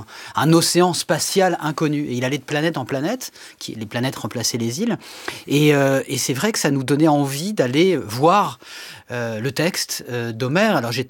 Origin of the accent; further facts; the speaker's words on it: Le Havre, Normandy, France; Moi, j'ai j'ai grandi au Havre.